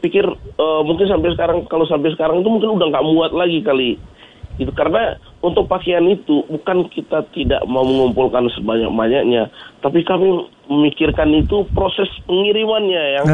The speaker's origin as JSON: {"language": "Indonesian", "region": "East Nusa Tenggara", "country": "Indonesia", "said": "Jadi kebetulan latar belakang Libong ini memang kami dari Flores."}